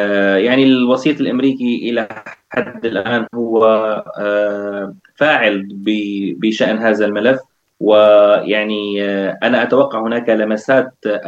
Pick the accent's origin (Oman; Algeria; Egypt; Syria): Syria